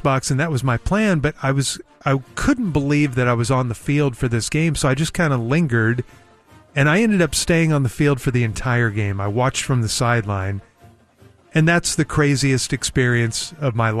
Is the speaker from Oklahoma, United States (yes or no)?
yes; Oklahoma City, Oklahoma, United States; And when I was a kid growing up in Oklahoma City in the 70s